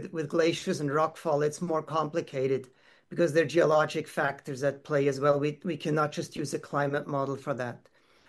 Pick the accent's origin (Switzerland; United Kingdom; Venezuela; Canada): Switzerland; I come from Switzerland and I follow the news there